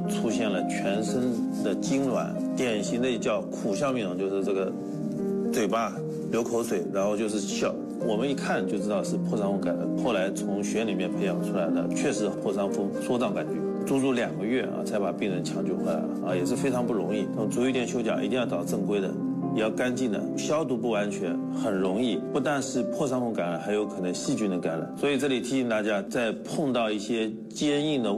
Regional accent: China; 我们中国人还是比较喜欢喝茶的

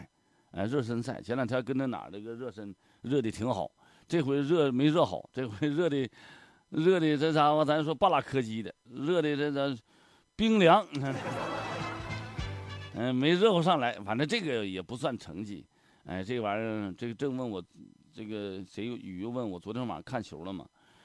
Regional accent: Northeast China, China

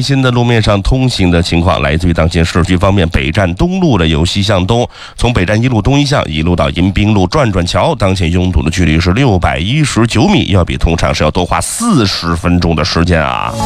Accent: Xinjiang, China

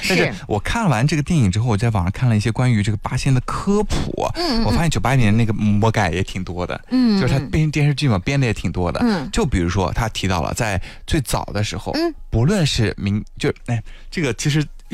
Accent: China; 我们中国人

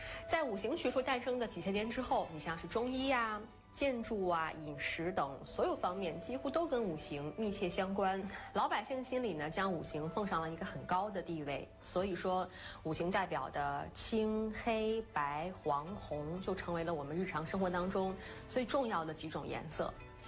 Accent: China; 我们中国人

